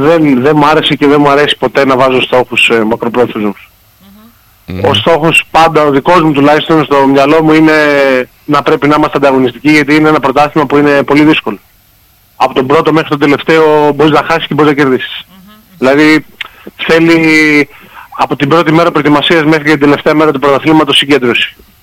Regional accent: Pyrgos, Western Greece, Greece; Εγώ από τον Πύργο. Είμαι στον Πύργο.

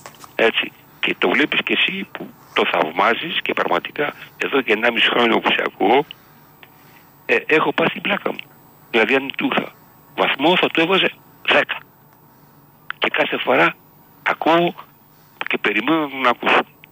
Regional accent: Kaisariani, Attica, Greece; Εγώ γεννήθηκα στην Κεσαριανή, ο πατέρας Μικρά Ασία

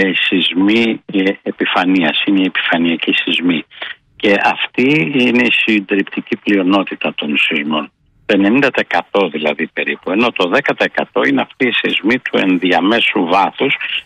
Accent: Zakynthos, Ionian Islands, Greece; born there; Βρίσκομαι στη Ζάκυνθο, στην πατρίδα μου.

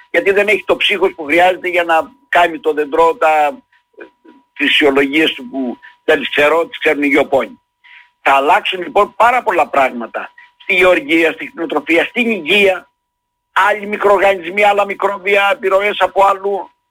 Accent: Perachori, Crete, Greece; born or raised there

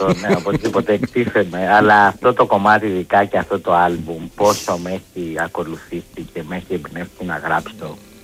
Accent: Corfu, Ionian Islands, Greece; also born or lived in Sparta; Ναι, γεννήθηκα στη Σπάρτη και 5 ετών ήρθα στη Κέρκυρα.

